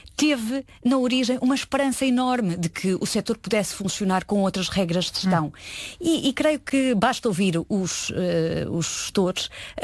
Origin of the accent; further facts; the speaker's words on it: Portugal; sou portuguesa